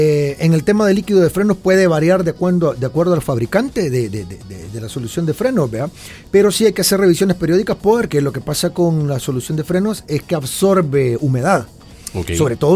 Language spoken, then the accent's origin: Spanish; Santa Ana, El Salvador; Yo vengo de Santa Ana y Santa Ana ahora es un caos también, ¿verdad?